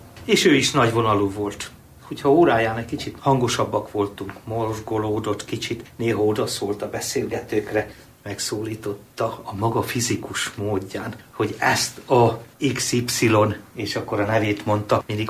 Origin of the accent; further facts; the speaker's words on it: Pápa, Veszprém County, Hungary; Ha csak tehettem, itt voltam pápán. Pápán születtem, azóta is itt élek.